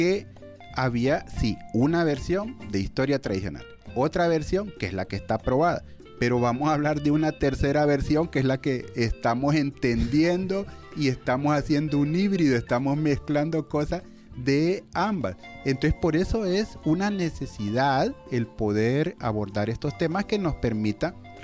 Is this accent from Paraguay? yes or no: no; Honduras